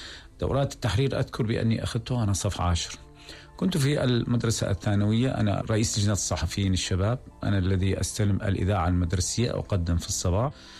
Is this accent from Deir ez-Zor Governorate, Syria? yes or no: yes; Deir ez-Zor, Deir ez-Zor Governorate, Syria; من دير الزور، من المحافظة التي أعتز بها. وأعتز بالانتماء إليها، وبرأيي بأني كون ابن تلك المحافظة المعروفة بفصاحتها